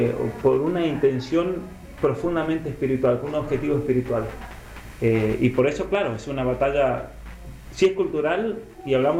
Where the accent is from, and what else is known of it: Argentina